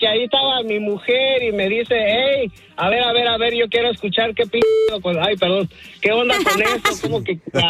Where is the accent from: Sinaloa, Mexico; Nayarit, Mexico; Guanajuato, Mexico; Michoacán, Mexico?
Michoacán, Mexico; Allá desde mi tierra natal, Michoacán, vale.